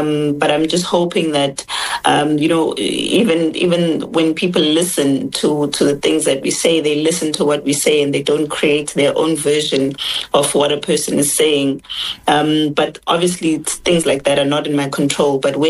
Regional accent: South Africa; as a South African myself

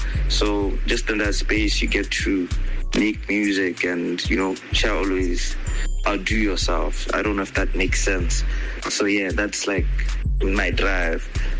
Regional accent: Botswana; born or raised there

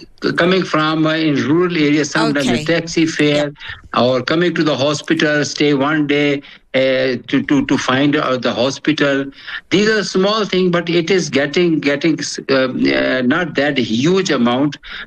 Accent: Pakistan; now in South Africa; because I'm from Pakistan.

